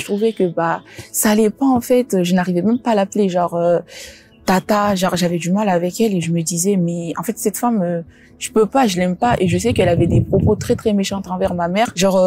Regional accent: Guinea; born there; je suis née en Guinée.

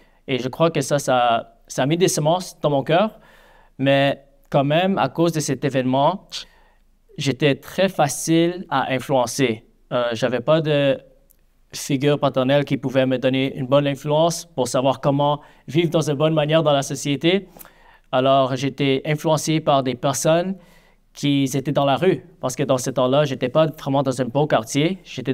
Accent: Montreal, Quebec, Canada; born there; Alors, moi, je suis né ici à Montréal. Mes parents sont coréens.

